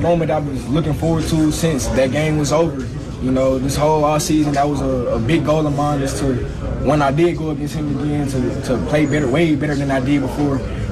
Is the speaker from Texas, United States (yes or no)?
yes; Texas, United States; moved away; I'm from Texas